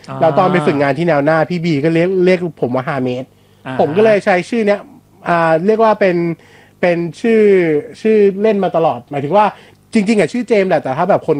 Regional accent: Lam Luk Ka, Pathum Thani, Thailand; also born or lived in Bangkok; ผมเป็นคนลำลูกกาใช่

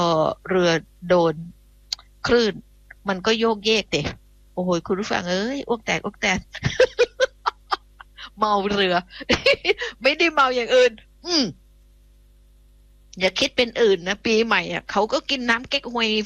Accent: Phuket, Thailand; moved away; บ้านดิฉันเองจังหวัดภูเก็ตดิฉันเนี่ยเป็นคนบ้านนอกเนาะอยู่นอกนะนอกแผ่นดินนะดิฉันมาจากเกาะ

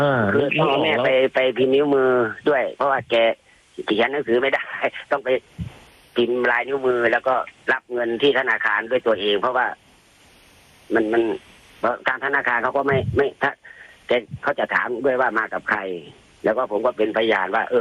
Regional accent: Bangkok, Thailand; born or raised there

